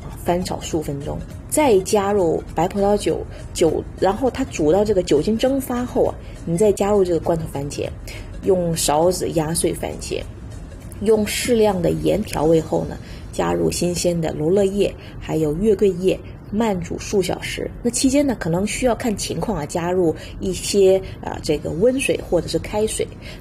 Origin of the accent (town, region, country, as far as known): China